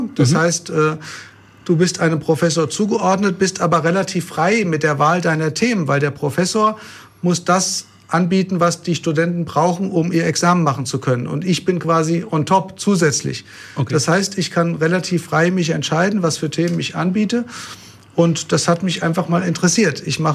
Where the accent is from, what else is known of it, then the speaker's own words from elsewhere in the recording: Bad Homburg, Hesse, Germany; also born or lived in Rhineland-Palatinate; Ich komme aus Rheinland-Pfalz. Nein, ich bin in Rheinland-Pfalz geboren und bin aber aufgewachsen in Bad Homburg. Bin als kleines Kind dahin gekommen. Fühle mich auch als Bad Homburger so von meiner Heimat her.